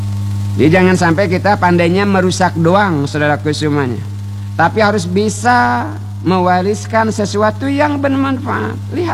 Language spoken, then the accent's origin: Indonesian; Bangka Belitung Islands, Indonesia; Kita nih warga Bangka luar biasa